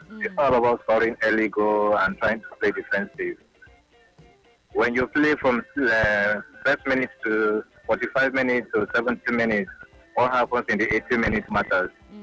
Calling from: Lagos, Nigeria; I'm calling you from Lekki.

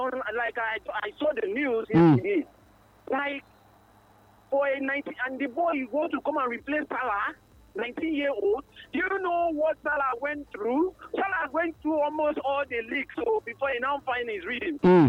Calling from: Lekki, Lagos, Nigeria; right now. I'm calling from Lekki.

